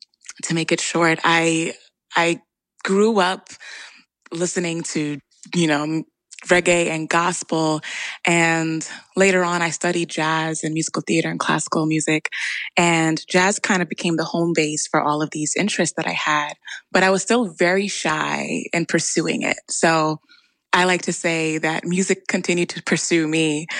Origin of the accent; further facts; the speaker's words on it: United States; also born or lived in Jamaica (family heritage); now in New York, United States; growing up in a Jamaican household and experiencing being an American from a different lens